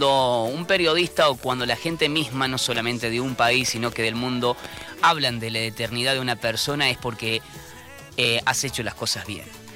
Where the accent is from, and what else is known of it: Argentina